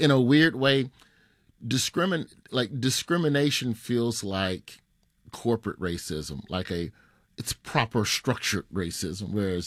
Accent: Birmingham, Alabama, United States; born there; moved away as an adult; also born or lived in Memphis, Tennessee; now in New York, United States; We grew up in Memphis. We moved to Birmingham when I was in the fourth grade. I spent every summer in Clarksville, Mississippi, mm-hmm. with my grandmother. The rest of the time I spent in Birmingham.

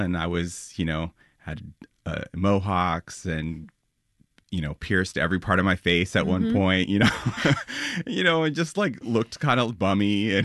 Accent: New York, United States; I mean, I grew up on West 4th and Charles just down the street. Washington Square Park immediately became my like everyday hangout.

